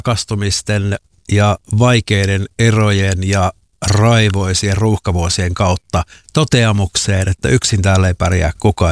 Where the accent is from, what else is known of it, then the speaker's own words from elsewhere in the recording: Joensuu, North Karelia, Finland; also born or lived in Helsinki / Espoo; now in Turku, Finland; Mä oon siis Joensuusta lähtöisin, sieltä Helsinkiin, sieltä Espoossa ja nyt Turkuun